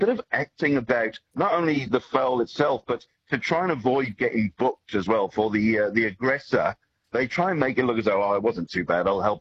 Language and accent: English; Wales, United Kingdom; Well, I mean, I'm from Wales, so we didn't qualify, so the World Cup meant nothing to me at all, Todd.